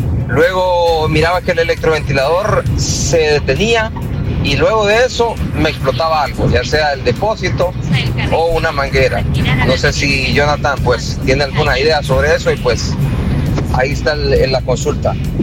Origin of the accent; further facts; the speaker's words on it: Honduras; Soy hondureño, ando paseando aquí esta semana por su país.